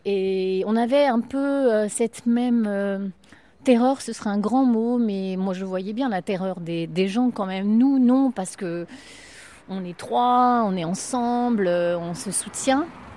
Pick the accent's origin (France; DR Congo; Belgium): France; Combourg, Brittany; born there; tout le monde me connaît parce que je suis née dans le village. Enfin, je suis née à Combourg